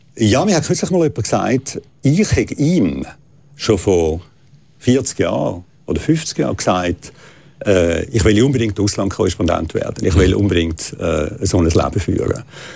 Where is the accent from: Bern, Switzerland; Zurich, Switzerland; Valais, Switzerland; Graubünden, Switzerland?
Zurich, Switzerland; moved away as an adult; now in Jerusalem, Israel; dort bin ich aufgewachsen, in die Schule gegangen, im Walgrist. Also ich bin Zürcher Bub.